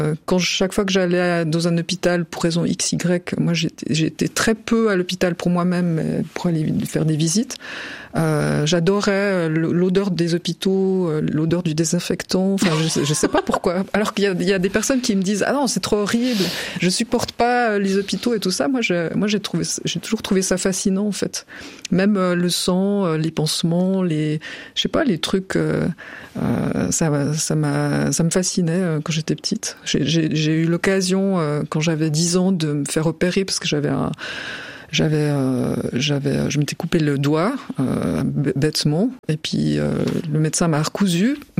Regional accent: Corsier, Vaud, Switzerland; born or raised there; also born or lived in Vevey

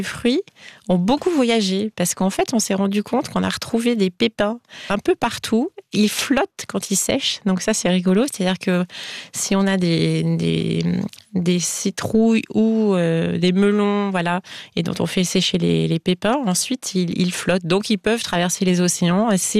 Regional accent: Grenoble, Auvergne-Rhône-Alpes, France; je viens de Grenoble

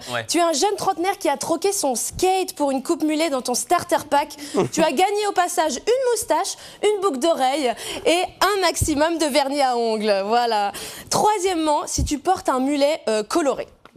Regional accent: Monthey, Valais, Switzerland; moved away as an adult; Je suis valaisanne, voilà, je vous le dis. Moi, j'ai grandi à Monté jusqu'à mes 18 ans.

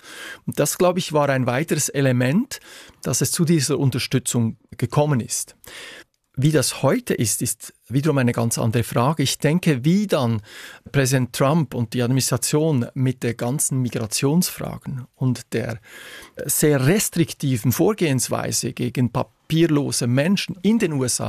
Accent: Switzerland; Ich bin ein Patriot, ich bin gerne Schweizer, ich bin stolzer Schweizer, aber das ist nicht das Höchste.

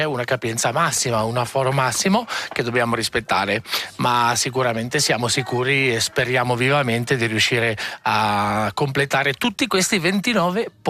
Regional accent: Mendrisio, Ticino, Switzerland; Io sono di Mendrisio.

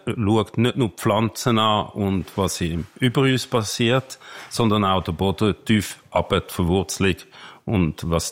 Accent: Herliberg, Zurich, Switzerland; also born or lived in Basel; Und aufgewachsen in Herliberg, tatsächlich an der Goldküste, ab ganz oben. In Wetzwil in die Schule. Das ist sehr ländlich gewesen.

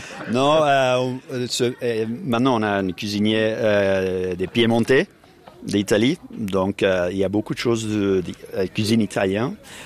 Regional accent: Turkey; French is a second language; now in Bern, Switzerland; Je suis né, puis vécu en Kurdistan, en Turquie, puis venu ici avec mes saisons. Je ne peux parler aucun langue ici.

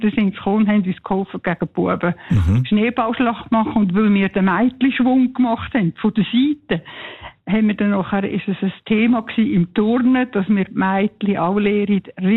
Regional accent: Lucerne, Switzerland; Ja, ich bin in Luzern aufgewachsen und bin im Meinhof-Schulhaus in die Schule.

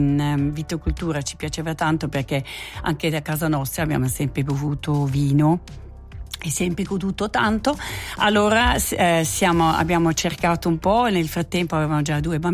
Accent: Zurich, Switzerland; Allora, io sono nata, cresciuta a Zurigo, proprio centro città.

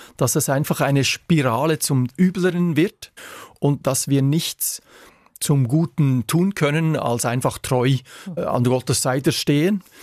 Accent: Switzerland; Ich bin ein Patriot, ich bin gerne Schweizer, ich bin stolzer Schweizer

